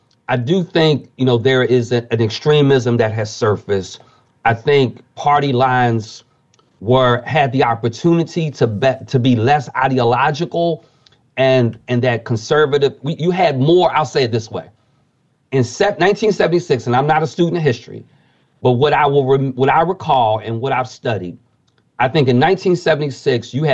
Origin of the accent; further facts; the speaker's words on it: Philadelphia, Pennsylvania, United States; I'm from Philadelphia, as you know.